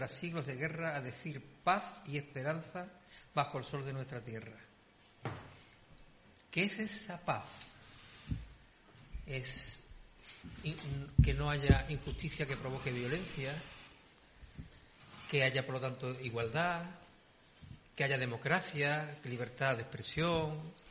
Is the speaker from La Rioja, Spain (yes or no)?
no; Andalusia, Spain; la bandera de Andalucía, la bandera de mi pueblo